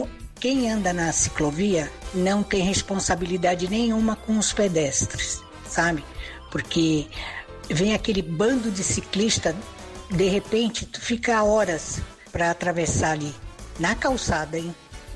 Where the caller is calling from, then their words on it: Santos, São Paulo, Brazil; eu sou de Santos.